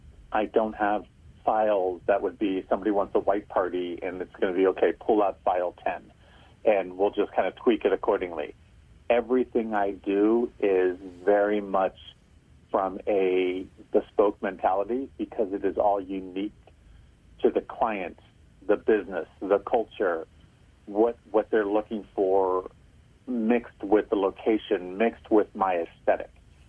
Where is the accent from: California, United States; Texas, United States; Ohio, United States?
California, United States; San Francisco; On paper, I grew up in San Francisco. On paper, born and raised San Francisco.